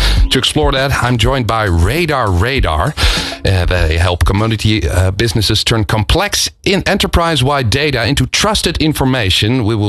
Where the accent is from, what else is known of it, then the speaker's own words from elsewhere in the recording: Rotterdam, South Holland, Netherlands; I'm from Rotterdam as well, a city about doing stuff instead of talking about it.